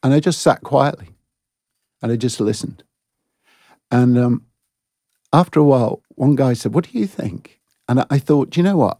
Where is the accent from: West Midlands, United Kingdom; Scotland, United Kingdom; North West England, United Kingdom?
North West England, United Kingdom; Blackburn; now in Edenbridge, United Kingdom; I'm from Blackburn